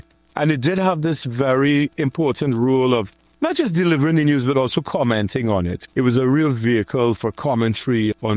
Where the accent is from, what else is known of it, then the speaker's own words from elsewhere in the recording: Trinidad & Tobago; When I was growing up in Trinidad, I liked the first music I remember ever getting really into was heavy metal.